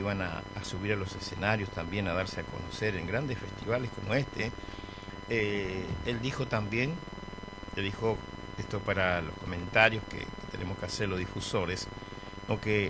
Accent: Buenos Aires, Argentina; born there; Yo me crié en Buenos Aires, pero siempre dije, no voy a perder las costumbres de mis orígenes, no voy a renunciar a mis costumbres tradicionales

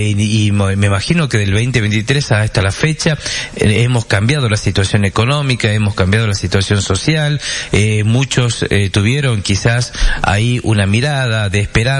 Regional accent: Salta, Argentina; somos los salteños tosudos.

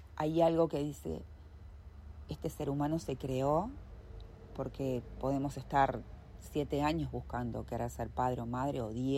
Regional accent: Montevideo, Uruguay; moved away as an adult; now in La Paloma, Uruguay; Ustedes saben que soy de Montevideo, soy de la ciudad, y quería salir de la ciudad

